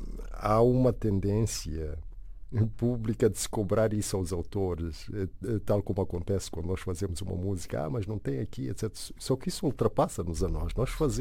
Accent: Mozambique; moved away; o mais interessado sou eu para ir à minha terra

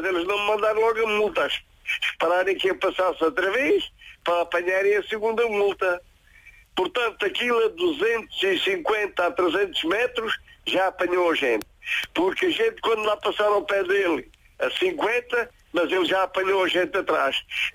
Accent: Ponte de Sor, Alentejo, Portugal; moved away; also born or lived in Sacavém; eu sou natural de Pão de Sor.

